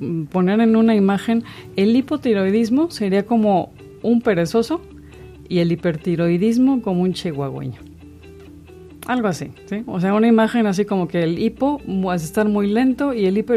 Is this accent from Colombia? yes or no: no; Mexico